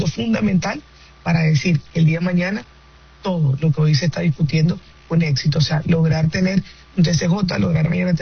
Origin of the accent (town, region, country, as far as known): Zulia, Venezuela